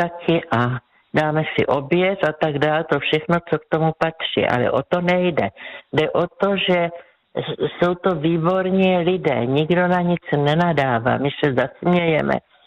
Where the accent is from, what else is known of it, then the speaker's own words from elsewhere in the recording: Brno, South Moravian Region, Czechia; jsem z Brna, tak kolem Brna, jedeme třeba vlakem, autobusem.